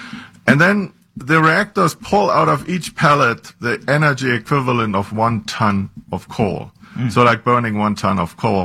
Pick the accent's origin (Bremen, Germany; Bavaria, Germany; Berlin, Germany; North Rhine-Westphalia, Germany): Berlin, Germany; English is a second language; moved away as an adult; now in Las Vegas, United States; I was born and raised in Berlin. I went to school there. I got my PhD at the Institute for Radiation and Nuclear Physics. And after that, I came to the U.S. in 1994 and to Nevada, actually to Las Vegas at the time.